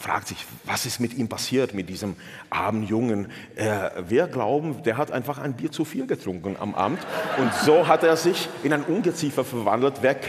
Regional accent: Bohemian Paradise, Czechia; eine wirklich schöne Eisenbahnfahrt durch das böhmische Paradies, so heißt die Gegend, wo ich herkomme. Bekannt für viele tolle Brauereien, also man kann da wunderbar leben und das Leben genießen.

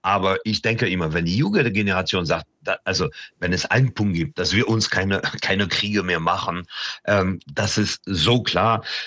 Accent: Paris, Île-de-France, France; also ich bin als Kind in Paris geboren und aufgewachsen und ich habe immer diese Kolonnen gesehen davon, von den Stadtchefs und so.

